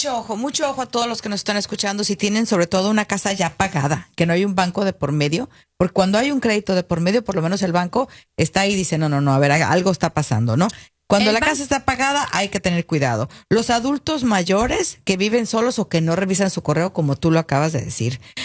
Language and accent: Spanish; Mexico; moved away; cuando yo me vine de México, existía todavía una ley